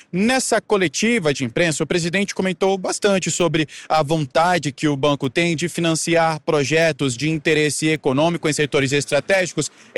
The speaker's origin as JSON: {"language": "Portuguese", "region": "Roraima", "country": "Brazil"}